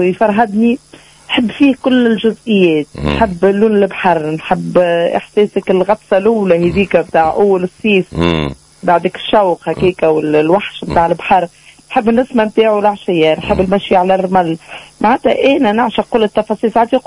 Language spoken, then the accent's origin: Arabic; El Kef, Kef Governorate, Tunisia; انا من مدينه الكيف والاصل انا جزائريه شاويه من خنشلة امي وبابا